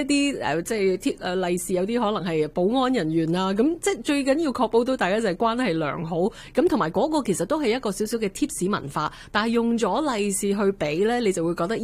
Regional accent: Hong Kong; 我哋喺香港即系长大嘅

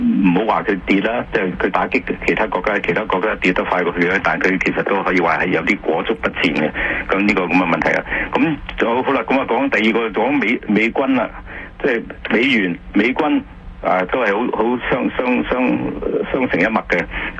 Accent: Canada; 我哋加拿大人

